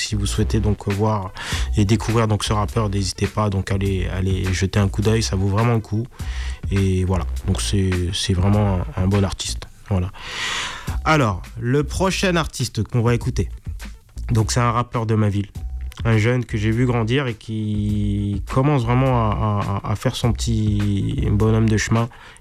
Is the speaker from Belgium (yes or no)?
no; Grenoble, Auvergne-Rhône-Alpes, France; on est grenoblois, mais on est sur Grenoble maintenant, mais on n'oublie pas d'où l'on vient.